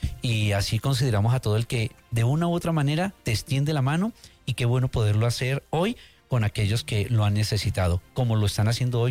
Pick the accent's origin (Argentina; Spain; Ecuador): Ecuador; born there; yo no vine al Ecuador, a mí me trajeron. Me trajeron desde muy pequeño y ya son 48 años viviendo en este país.